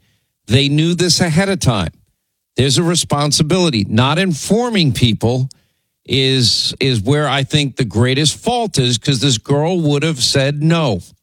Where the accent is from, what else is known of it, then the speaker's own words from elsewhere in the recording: Hempstead, New York, United States; born there; It's Hempstead, New York. It's where I went to high school, Hempstead Township.